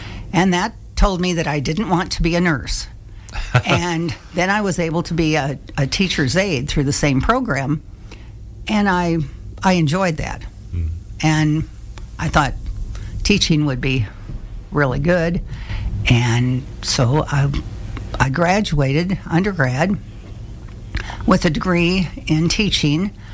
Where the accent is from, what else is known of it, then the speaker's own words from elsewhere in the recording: Aberdeen, South Dakota, United States; also born or lived in Brookings; And then we moved to Aberdeen, South Dakota, and that's where I grew up. I graduated from high school there